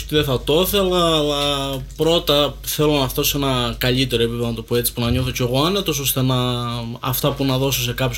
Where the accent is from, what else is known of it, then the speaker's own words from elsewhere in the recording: Skopi, Crete, Greece; now in Sitia, Greece; Από τη Στία είμαι. Το χωριό μου είναι Σκοπή. Αλλά στη Στία κατοικώ κι εγώ.